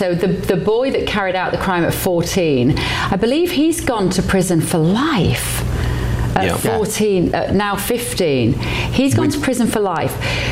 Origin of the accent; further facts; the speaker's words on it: United Kingdom; as a Brit